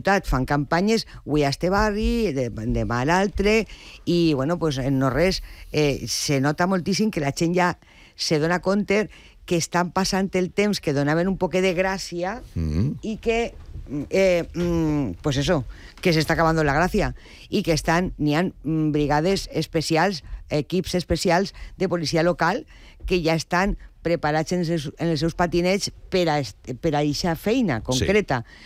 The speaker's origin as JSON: {"language": "Catalan", "town": "Valencia", "region": "Valencian Community", "country": "Spain", "said": "jo sóc de Benimaclet i ahí estan los Bolea."}